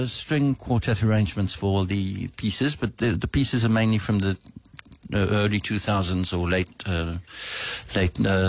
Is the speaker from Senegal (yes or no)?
yes; Senegal; also born or lived in Johannesburg, South Africa / Paris, France / United Kingdom; I grew up firstly in Senegal, then in South Africa in Joburg, and then we moved to Paris, which is my father's country. I was born in England.